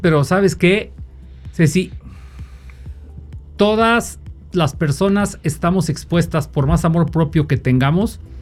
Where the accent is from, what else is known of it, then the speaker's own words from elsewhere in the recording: Mexico; yo también como mexicano